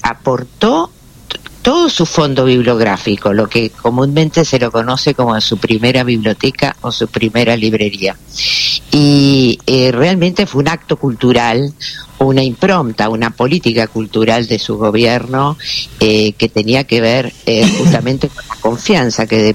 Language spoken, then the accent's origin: Spanish; Argentina; en nuestro recuerdo como, diríamos, como argentinos y argentinas.